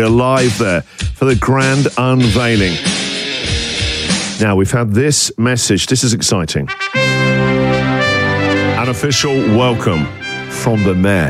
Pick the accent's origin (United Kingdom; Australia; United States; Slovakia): United Kingdom; obviously as a British guy, love pomp and ceremony.